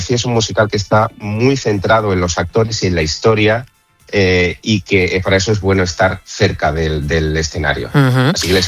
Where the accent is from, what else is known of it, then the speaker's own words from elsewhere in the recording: Seville, Andalusia, Spain; por fin ya a mi tierra.